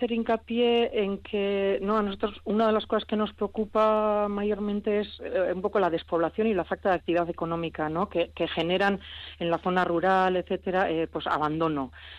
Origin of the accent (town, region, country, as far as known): Basque Country, Spain